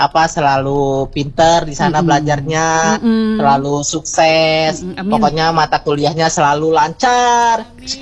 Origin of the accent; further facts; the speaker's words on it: Bandar Lampung, Lampung, Indonesia; Aku aslinya Bandar Lampung, Lampung paling ujung